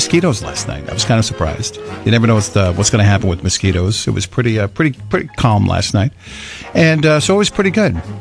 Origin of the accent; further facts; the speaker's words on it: Coventry, Rhode Island, United States; He was superintendent in my hometown, Coventry, Rhode Island, back in the day. So, and he's a Rhode Islander, so we always talk some Rhode Island talk when I see him, too.